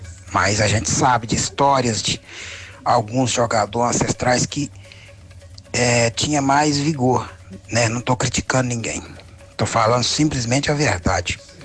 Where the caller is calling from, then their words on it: Brazil; do bairro São Joaquim.